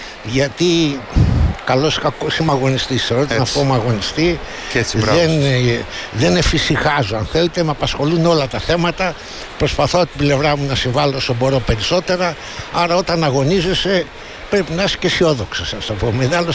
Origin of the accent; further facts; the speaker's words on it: Greece; σαν Έλληνες έχουμε τα θετικά μας και τα αρνητικά μας.